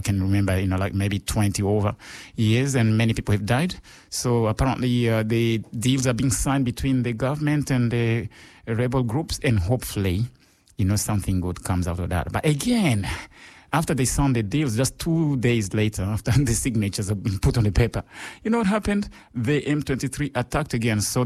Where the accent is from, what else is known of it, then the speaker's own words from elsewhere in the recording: Eastern DRC, DR Congo; DRC is actually a big country, and I grew up in Eastern there, where the conflict is really bad.